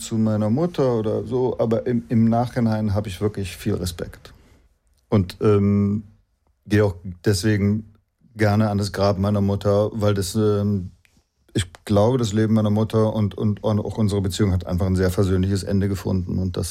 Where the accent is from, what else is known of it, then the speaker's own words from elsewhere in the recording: Stuttgart, Baden-Württemberg, Germany; Und deswegen sind wir alle in Stuttgart aufgewachsen.